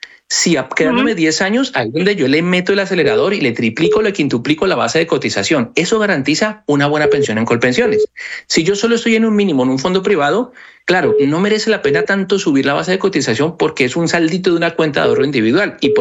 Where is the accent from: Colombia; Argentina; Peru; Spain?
Colombia; en la diáspora, sobre todo los que somos de Colombia, ha generado muchísima zozobra, muchísimo nerviosismo